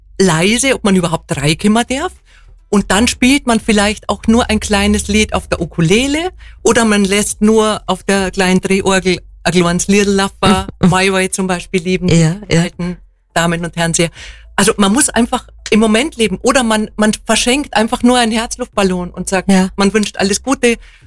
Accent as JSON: {"language": "German", "town": "Hohenried", "region": "Bavaria", "country": "Germany", "tie": "born or raised there", "moved": "as an adult", "lives_now": "Allgäu, Germany", "said": "ich komme aus Hohenried, aus dem Landkreis Aichach mit 130 Einwohnern. Na, 150 stand es mittlerweile. Ja. Und mich hat die Liebe ins Allgäu gezogen."}